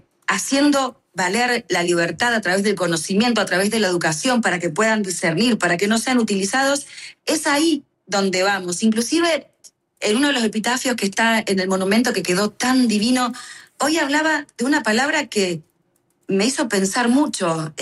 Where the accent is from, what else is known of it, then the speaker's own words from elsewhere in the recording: Rosario, Santa Fe, Argentina; Es un pedido que le hago como rosarina al presidente